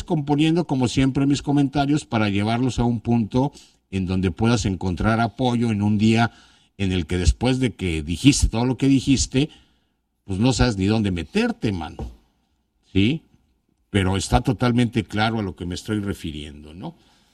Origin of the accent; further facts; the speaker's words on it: Mexico; nos una como mexicanos